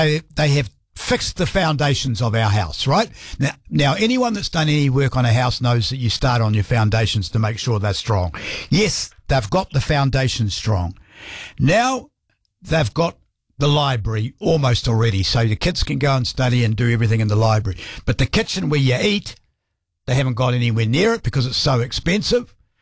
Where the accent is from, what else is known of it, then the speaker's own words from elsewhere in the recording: New Zealand; I'm a Kiwi.